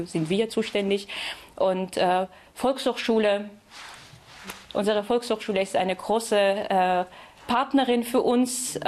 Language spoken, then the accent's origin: German; Dessau, Saxony-Anhalt, Germany; Und nun stehe ich hier als Georgierin und ich sage, ich bin eine Dessauerin mit georgischen Wurzeln, also eine Europäerin.